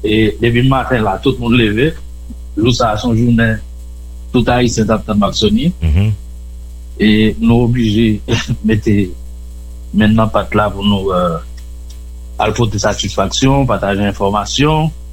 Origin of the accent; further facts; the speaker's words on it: Haiti; Et nous venons fêter, mais nous venons fêter en tant qu'Haïtien.